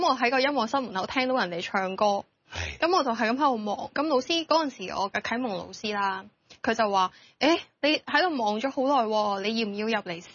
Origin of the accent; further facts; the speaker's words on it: Hong Kong; born there; also born or lived in Mainland China; 我喺香港出世嘅，咁跟住我幼稚園去到我小學二年級。都是在內地讀書的。